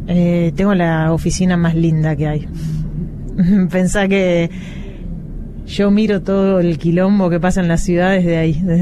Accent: Rosario, Santa Fe, Argentina; Soy una rosarina que ha recorrido el mundo gracias al deporte.

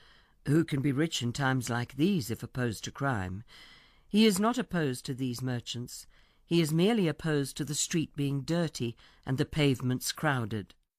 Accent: Western Region, Uganda; moved away; He came with me when I came down here from Uganda. I lived near to the Congo border, near the Semliki River.

